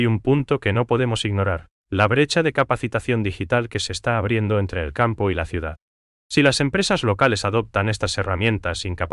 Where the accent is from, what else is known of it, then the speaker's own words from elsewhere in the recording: Paraguay; esa esencia que nos hace únicos como paraguayos.